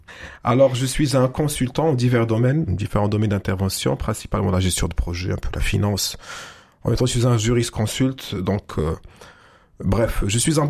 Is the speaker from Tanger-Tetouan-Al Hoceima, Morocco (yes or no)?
no; Agadir, Souss-Massa, Morocco; Alors, je viens de la ville d'Agadir.